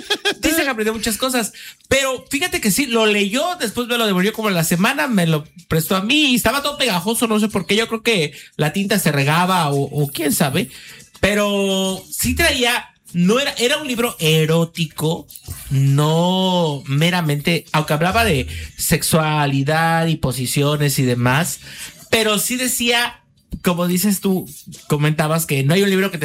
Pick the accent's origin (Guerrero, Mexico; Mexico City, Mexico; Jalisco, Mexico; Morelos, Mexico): Guerrero, Mexico; Ayutla de los Libres; moved away; No me avergüenzo de mis raíces del pueblito de donde vengo, Ayutla de los Libres, en el estado de Guerrero.